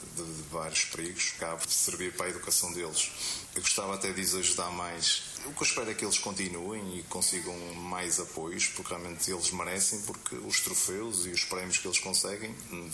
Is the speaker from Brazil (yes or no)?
no; Alpendurada, Porto, Portugal; Passamos noutros locais e as pessoas, quando dizemos que somos de Alpendurada, as pessoas reconhecem-nos